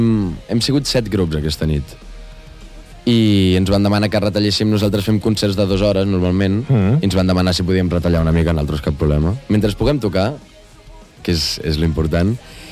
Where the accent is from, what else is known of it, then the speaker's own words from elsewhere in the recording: El Vendrell, Catalonia, Spain; El fet de ser de Vendrell de tota la vida ajuda a que et portis bé amb tothom.